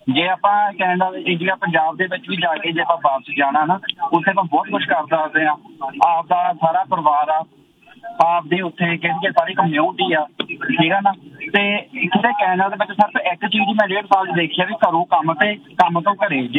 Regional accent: Punjab, India; now in Canada

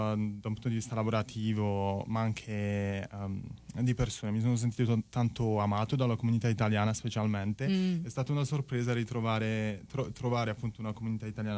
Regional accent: Altamura, Apulia, Italy; siamo entrambi pugliesi, ragazzi pugliesi, veniamo da Altamura.

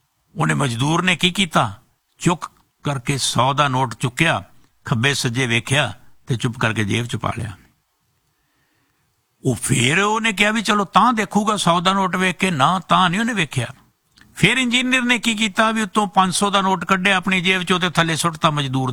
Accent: Amritsar, Punjab, India; moved away; ਮੈਂ ਵੀ ਅੰਮ੍ਰਿਤਸਰ ਦਾ ਰਹਿਣ ਵਾਲਾ

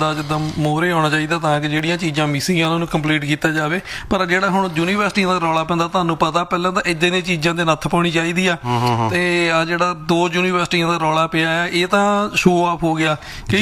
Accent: Punjab, India; moved away; ਦੇਖੋ, ਅਸੀਂ ਉੱਥੋਂ ਆਏ ਹਾਂ, ਉੱਥੇ ਜੰਮੇ ਪਲੇ ਹਾਂ, ਪੰਜਾਬ ਦੀ ਧਰਤੀ ਨਾਲ ਸਾਡਾ ਪਿਆਰ ਹੈਗਾ

